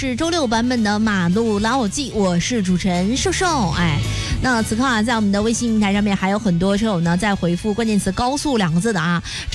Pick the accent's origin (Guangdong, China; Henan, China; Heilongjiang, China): Henan, China; Jiaozuo; moved away; 我是回到了我的老家焦作